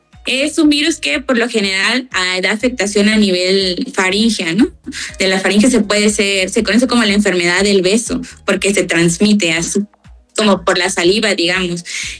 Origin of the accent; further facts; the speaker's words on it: Mexico; mexicanos en general